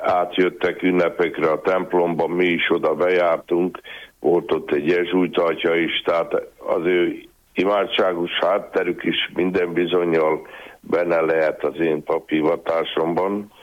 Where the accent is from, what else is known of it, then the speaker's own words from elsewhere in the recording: Gyón, Pest, Hungary; born there; Én gyóni születésű vagyok, és most itthon vagyok éppen gyóna